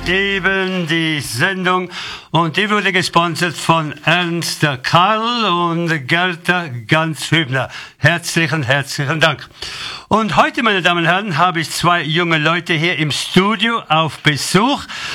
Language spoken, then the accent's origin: German; Reutte, Tyrol, Austria; du wohnst noch in Reutte, in Tirol, wo ich geboren bin und aufgewachsen bin, stimmt das?